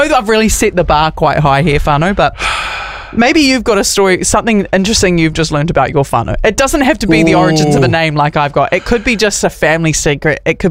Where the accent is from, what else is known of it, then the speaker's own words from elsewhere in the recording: Wales, United Kingdom; I'm just a Welsh girl.